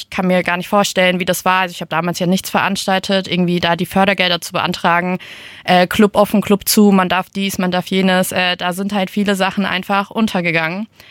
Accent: Hesse, Germany; Tatsächlich bin ich im Hintertaunus aufgewachsen. Ist eher so ein bisschen ländlicher, dörflicher Bereich. Und da gibt's halt keine Clubszene.

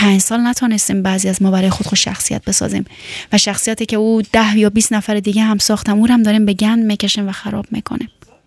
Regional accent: Afghanistan; گاهن که میخوام میپرسن از من از کجا هستی، میگم از افغانستان

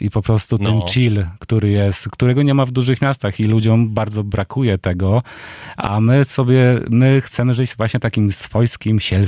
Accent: Węgrów, Masovian Voivodeship, Poland; A ja też pochodzę z magicznej krainy, z pogranicza, można powiedzieć, z pogranicza historycznego Mazowsza i historycznego Podlasia. Moje rodzinne miasto już leży na Podlasiu, czyli Węgrów

